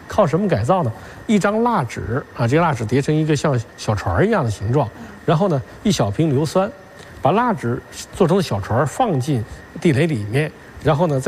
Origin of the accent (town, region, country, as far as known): China